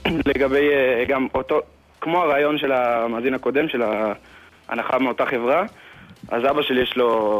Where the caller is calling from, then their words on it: Kiryat Ye'arim, Jerusalem District, Israel; אני מקריית יערים.